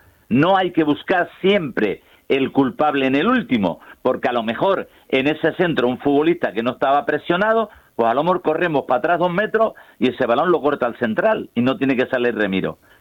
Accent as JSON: {"language": "Spanish", "region": "Canary Islands", "country": "Spain", "said": "Hay plazas que yo soy canario y me voy a echar piedras sobre mi primo tejado, ¿me entiendes?"}